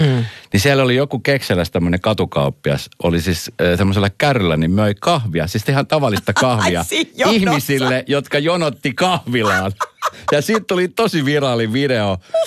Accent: Bogotá, Bogotá Capital District, Colombia; now in Finland; Kolumbiassa, Bogotassa, mistä mä oon lähtöisin

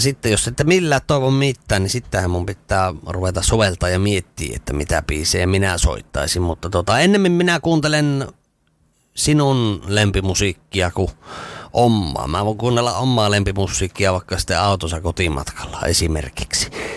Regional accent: Kempele, North Ostrobothnia, Finland; Minähän olen itse Kempeleestä kotoisin ja Kempeleessä asun

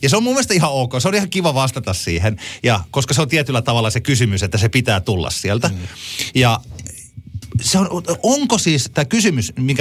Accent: Ylöjärvi, Pirkanmaa, Finland; mä oon Ylöjärveltä.

